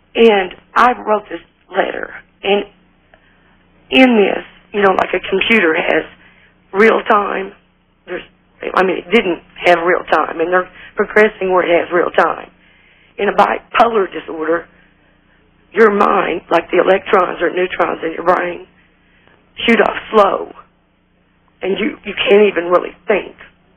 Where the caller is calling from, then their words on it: Fort Smith, Arkansas, United States; I'm calling from Fort Smith, Arkansas.